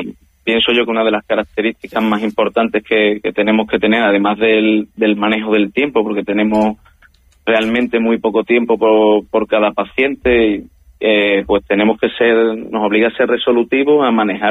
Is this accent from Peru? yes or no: no; Ceuta, Spain; also born or lived in Seville; Yo nací en Sevilla, pero vine aquí a Ceuta muy pequeño, con algo menos de 3 añitos, y estuve aquí hasta los 18 años, que volví a estudiar la carrera en Sevilla, y aunque he estado 8 años en Sevilla, en el fondo me considero que soy de Ceuta.